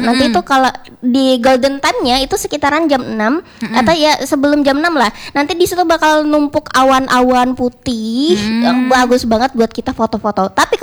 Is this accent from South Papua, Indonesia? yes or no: no; East Kalimantan, Indonesia; Atau aku juga di daerah aku itu tuh ada satu tempat wisata yang cukup terkenal namanya Gunung Es.